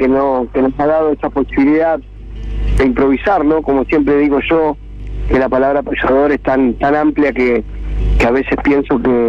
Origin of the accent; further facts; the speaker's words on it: Rosario, Santa Fe, Argentina; now in Pueblo Esther, Argentina; Sí, yo soy nacido en la cuna de la bandera y criado un poco en la isla, por ahí, ahora resido en la ciudad de Puebla Ester, pero sí, soy nacido en Rosario